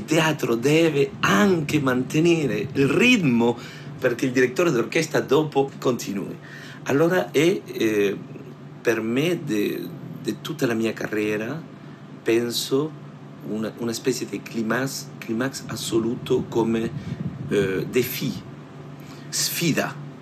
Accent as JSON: {"language": "Italian", "country": "Argentina", "second_language": "Italian"}